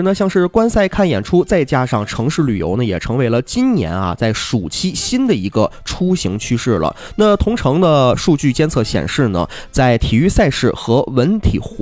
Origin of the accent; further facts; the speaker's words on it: Harbin, Heilongjiang, China; 咱们哈尔滨人